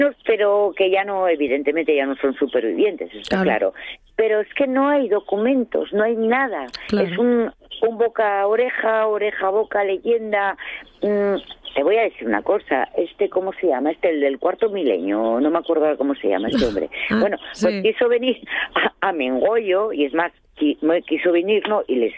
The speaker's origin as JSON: {"language": "Spanish", "town": "Quirós", "region": "Asturias", "country": "Spain", "said": "y los que somos de Quirós y los que conocemos un poco cómo va la película, siempre decimos lo mismo."}